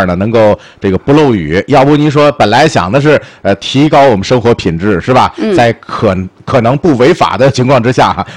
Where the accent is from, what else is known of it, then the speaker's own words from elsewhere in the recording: Tianjin, China; accent: Tianjin dialect; 咱们天津话讲叫罗罗刚了